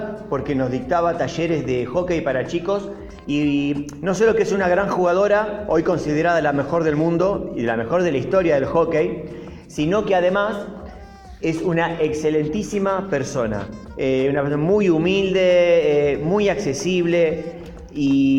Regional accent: Rosario, Santa Fe, Argentina; born there; yo nací en Rosario y trabajaba para la Municipalidad de Rosario en los playones deportivos

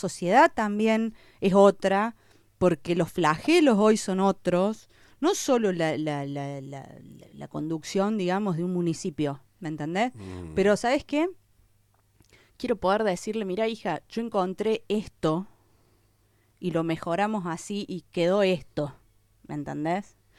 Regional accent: Capilla del Monte, Córdoba, Argentina; yo sueño con conducir los destinos de mi pueblo

